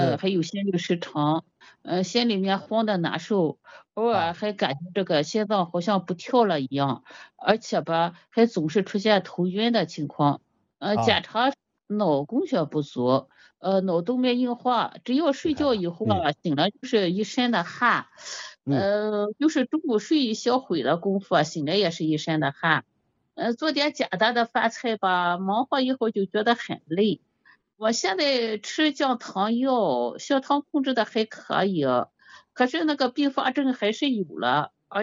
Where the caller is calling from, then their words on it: Shandong, China; 我是山东的糖尿病患者